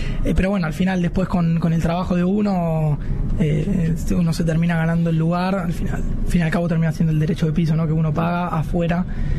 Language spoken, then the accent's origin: Spanish; Argentina; moved away; nosotros como argentinos somos también muy capaces